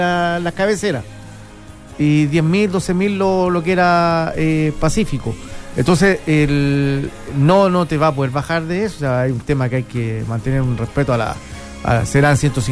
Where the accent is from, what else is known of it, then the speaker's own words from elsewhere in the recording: San Felipe, Valparaíso, Chile; Yo soy de San Felipe, no soy de la Ligua.